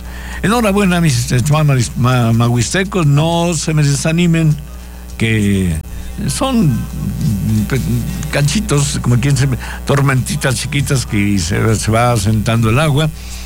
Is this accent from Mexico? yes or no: yes; Naolinco, Veracruz, Mexico; born there; cuando conocí a Félix, yo era niño. Él manejaba un camión de los Banderilla, de aquellos primeros que llegaron a mi tierra, a Naolinco, hace pues más de 70 años